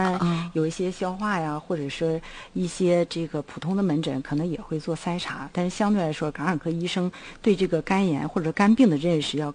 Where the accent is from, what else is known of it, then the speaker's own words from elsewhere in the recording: China; 对我们中国人来讲